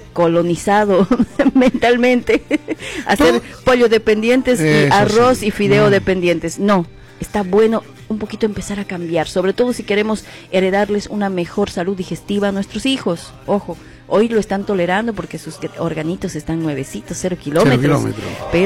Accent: La Paz, Bolivia; cuando era niña, en Bolivia, en La Paz

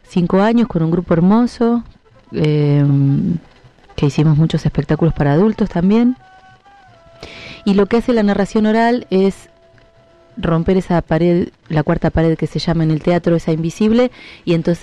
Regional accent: Buenos Aires, Argentina; born there; moved away; Y me fui para Buenos Aires, mi provincia natal.

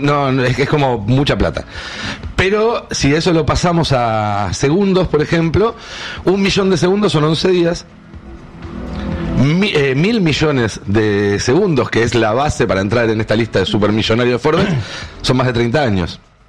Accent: Argentina; para nosotros como argentinos

